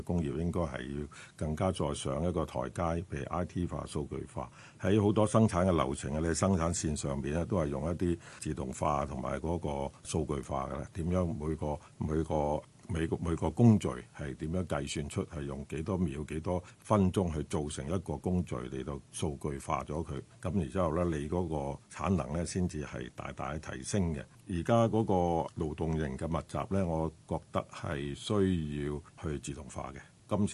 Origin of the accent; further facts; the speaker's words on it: China; 我哋中國人比較上係唔係好注重我哋嘅產品嘅包裝嘅。